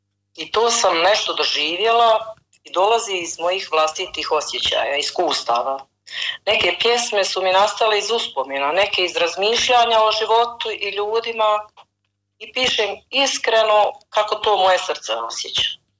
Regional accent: Dobretići, Federation of Bosnia and Herzegovina, Bosnia & Herzegovina; dolazim iz sela Melini, Bosna, Srednja Bosna, naše općina je Dobretići.

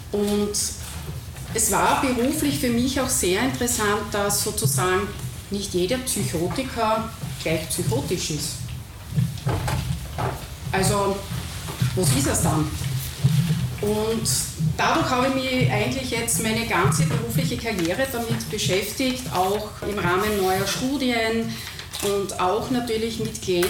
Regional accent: Graz, Styria, Austria; Also ich kann nur, ich komme aus Graz, bin heute mit dem Zug hergefahren

